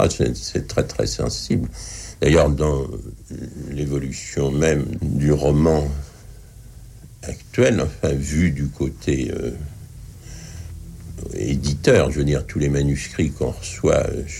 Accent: Le Havre, Normandy, France; Étant enfant, même des personnages sont plus ou moins ressemblants à des personnages que j'ai connus dans mon enfance au Havre.

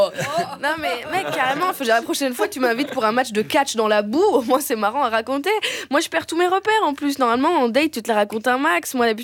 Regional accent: Réunion; now in France; Moi, j'ai découvert la pétanque dans le sud de la France quand je suis arrivée de La Réunion.

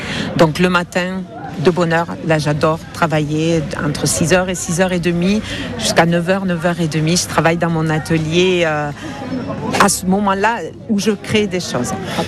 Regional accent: Fontenilles, Occitanie, France; Je suis de Fontenille.

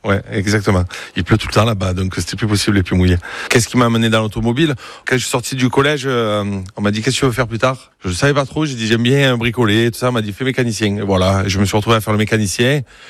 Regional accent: Marseille, Provence-Alpes-Côte d'Azur, France; born there; also born or lived in Lyon; je suis né à Beauregard, si vous voulez tout savoir. À Beauregard.

